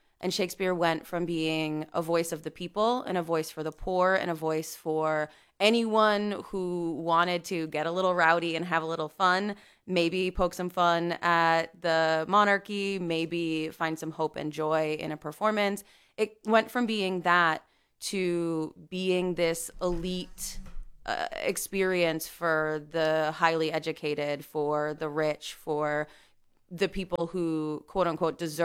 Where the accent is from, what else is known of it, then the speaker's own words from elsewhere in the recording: United States; as an American.